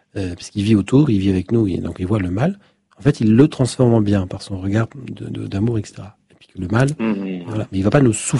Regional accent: Bourgogne-Franche-Comté, France; Moi, je viens du Charolais

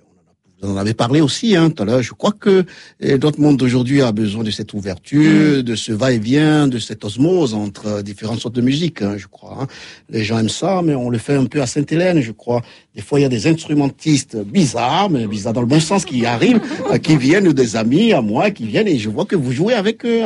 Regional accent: Benin; now in France; Le père Serge Goubemont et moi, on est originaires du Bénin, mais on s'est connus en France, on s'est pas connus au Bénin, parce qu'on est tous les deux des prêtres, mais des religieux appartenant à différentes congrégations

